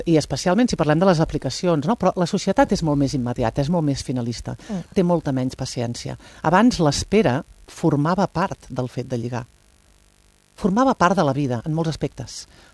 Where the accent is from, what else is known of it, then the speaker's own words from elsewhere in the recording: Catalonia, Spain; jo soc de Plaça Lluçanès.